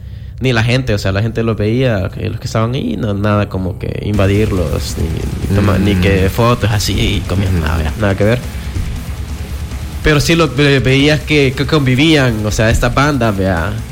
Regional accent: El Salvador; somos una banda de El Salvador

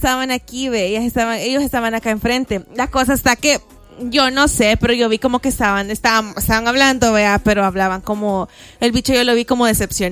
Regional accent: El Salvador; uno como salvadoreño

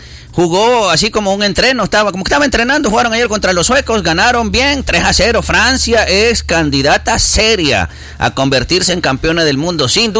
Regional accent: El Salvador; en vez de envidiar y de hablar mal de los mexicanos, nosotros como salvadoreños en nuestra liga charamusca que tenemos

